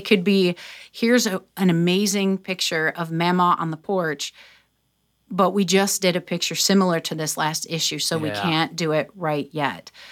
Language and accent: English; Toledo, Ohio, United States; moved away; I'm from Toledo, and we don't use that word.